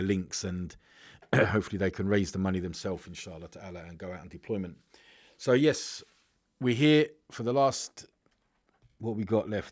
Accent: Luton, East of England, United Kingdom; I'm local. If you go to, I'm from Luton. I live here.

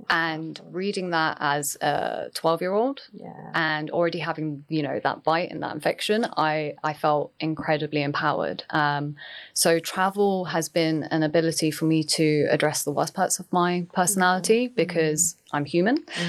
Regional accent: United Kingdom; That's the reality of what I'm experiencing as a British Pakistani.

